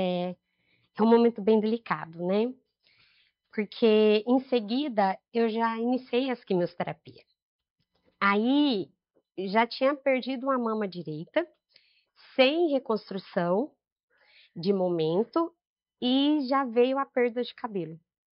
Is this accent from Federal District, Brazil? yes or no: no; Barretos, São Paulo, Brazil; tenho 43 anos, sou daqui de Barretos mesmo.